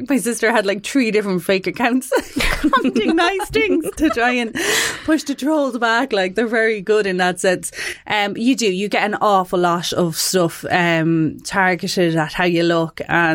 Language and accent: English; Cork, Munster, Ireland; now in Carlow, Ireland; now I'm a blow-in to Carlow, but I grew up in Cork and the town we were in was kind of like, we were in the tech school